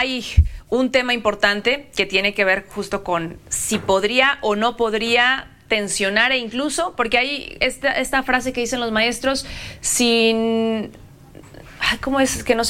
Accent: Mexico; los menos invitados somos los mexicanos

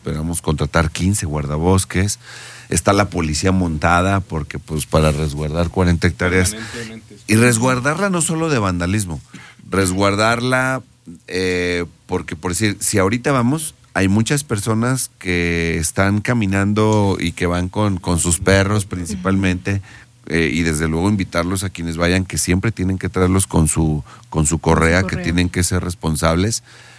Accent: Mexico

